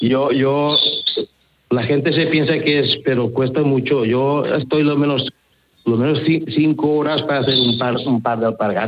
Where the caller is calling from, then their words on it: Valencian Community, Spain; Nosotros es el Valle de la Valldigna, que está Tavernes de Valldigna, Simat de Valldigna y Viniferó de Valldigna.